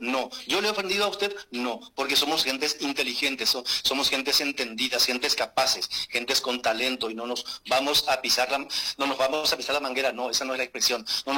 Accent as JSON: {"language": "Spanish", "country": "Paraguay", "moved": "yes", "lives_now": "France", "said": "Yo soy francés y también soy paraguayo."}